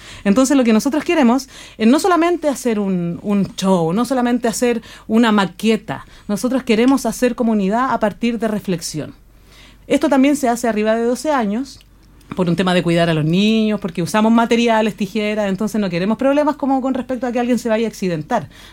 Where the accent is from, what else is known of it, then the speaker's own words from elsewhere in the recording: Malloa, O'Higgins, Chile; Somos gente de Malloa